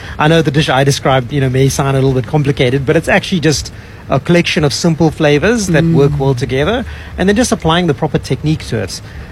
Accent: Durban, KwaZulu-Natal, South Africa; I'm from Durban.

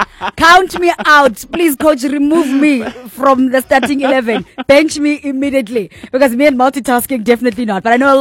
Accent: South Africa

